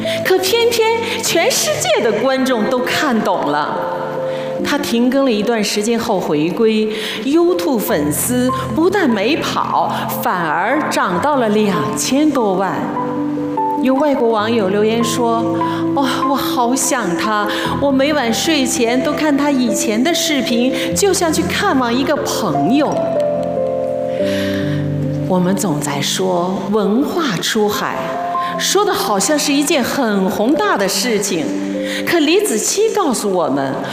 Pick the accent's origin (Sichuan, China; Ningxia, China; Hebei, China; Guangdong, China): Sichuan, China; Chengdu; moved away; 作为一个成都人，每次回到家乡的舞台上，心里都特别踏实。